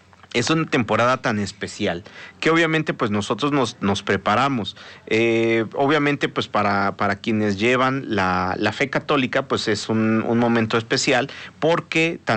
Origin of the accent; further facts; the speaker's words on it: Puebla, Mexico; Y nosotros como poblanos, como mexicanos